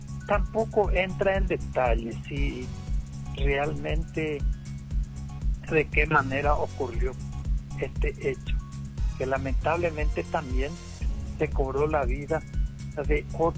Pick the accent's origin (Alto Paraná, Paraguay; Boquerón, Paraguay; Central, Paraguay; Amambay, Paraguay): Alto Paraná, Paraguay; Mallorquín; moved away; yo soy de Mallorquín, tengo muchos parientes, hermanos allá